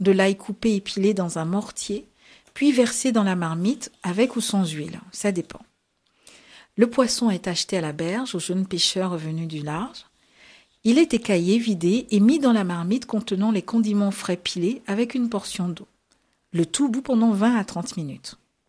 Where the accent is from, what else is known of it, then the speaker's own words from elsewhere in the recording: Senegal; Moi aussi, je suis sénégalaise.